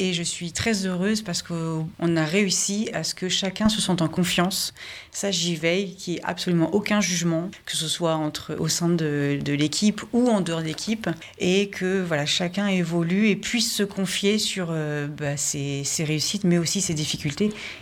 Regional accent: Hauts-de-France, France; On est assez chauvine, hein. Moi je suis native d'ici. On est parti de Largny-sur-Automne, on a suivi l'Automne en fait, jusqu'à Béthis-Saint-Pierre.

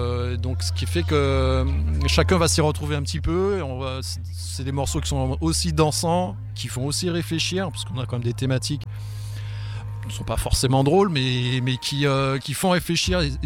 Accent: Guadeloupe; mais j'ai grandi en Guadeloupe, donc si tu veux, c'est un autre cadre, hein, d'autres influences.

